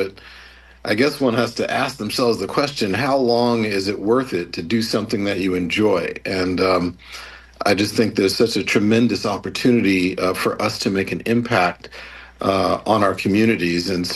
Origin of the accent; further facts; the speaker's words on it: Long Island, New York, United States; moved away; Most of my family is from Louisiana. And although I grew up in Long Island, I have a ton of family in New Orleans. So after going to college at USC, I went to med school at Tulane.